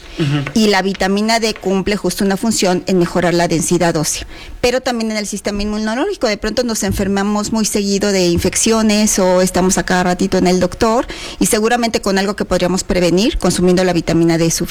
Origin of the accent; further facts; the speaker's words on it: Mexico; como mexicanos creo que tenemos que trabajar bastante